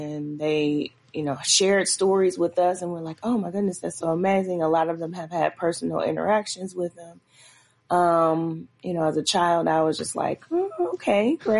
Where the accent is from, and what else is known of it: Chicago, Illinois, United States